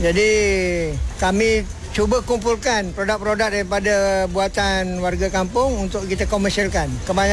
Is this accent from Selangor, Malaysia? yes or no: yes; Banting, Selangor, Malaysia; Saya berasal dari Banting, KRT Jalan Perak.